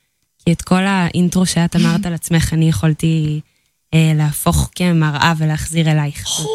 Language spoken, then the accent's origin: Hebrew; Modiin, Central District, Israel; now in Jerusalem, Israel; אני ממודיעין.